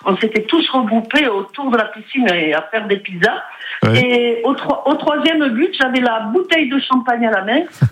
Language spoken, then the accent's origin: French; Toulouse, Occitanie, France; Et le rugby aussi, parce que je suis toulousaine.